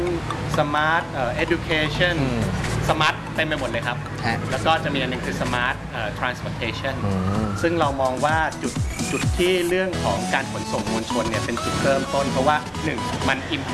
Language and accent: Thai; Khon Kaen, Thailand; เราน่าจะมีการมาพัฒนานะครับเมืองขอนแก่นบ้านเกิดของเราเนี่ยเพื่อส่งต่อให้ลูกหลานในอนาคต